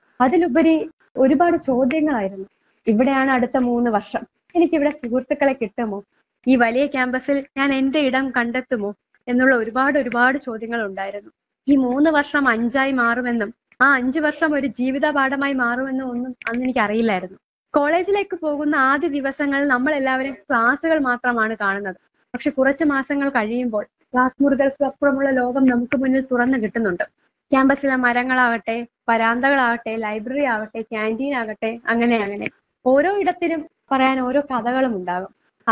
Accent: Varkala, Kerala, India; ഞാൻ വർക്കല സ്വദേശിനിയാണ്.

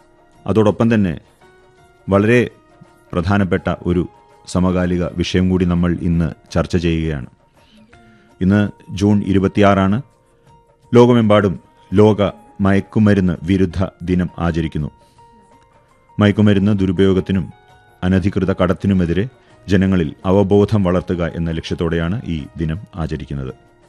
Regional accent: Melattur, Kerala, India

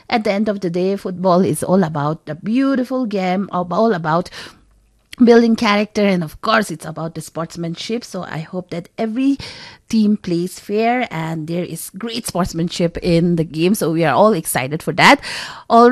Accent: India; as an Indian

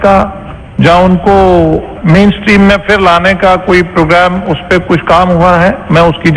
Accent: Jammu and Kashmir, India; मैं जम्मू कश्मीर से आता हूँ और हमारा जो पड़ोसी मुल्क है

